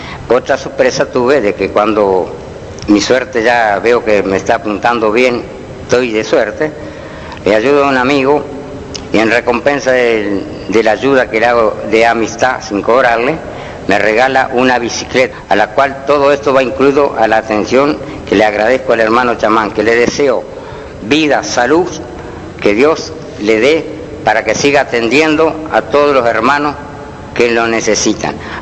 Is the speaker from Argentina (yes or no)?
yes; Paraná, Entre Ríos, Argentina; yo soy de Paraná, vivo en, soy de acá de Paraná